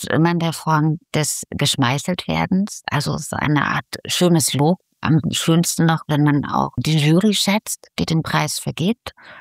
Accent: Riesa, Saxony, Germany; Der Sächsische Literaturpreis bedeutet mir sehr viel, weil ich hier wohne. Ich bin in der DDR geboren, in Riesa. Ich bin ein sächsisches Mädchen sozusagen.

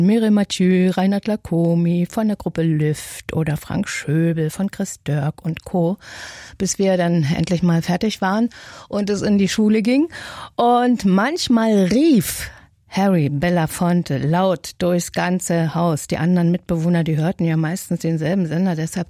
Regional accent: East Germany, Germany; Was anderes gab's ja, wo ich herkomme, nicht? Im äußersten Osten.

